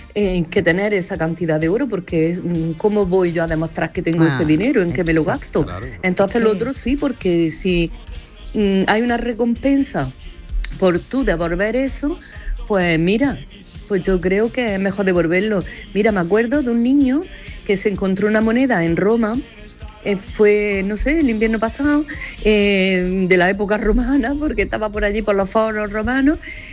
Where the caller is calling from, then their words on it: Granada, Andalusia, Spain; de Granada.